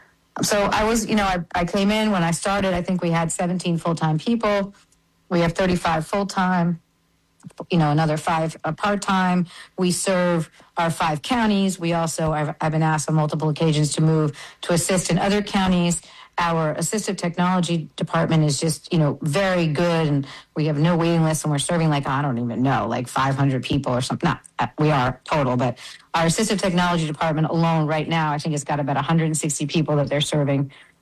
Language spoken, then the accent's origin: English; New York, United States; born there; also born or lived in Brazil; I'm born and raised in New York. I was born partially, I mean, I was raised, you know, a lot in Brazil because my mother is Brazilian. So I have a lot of that piece to me.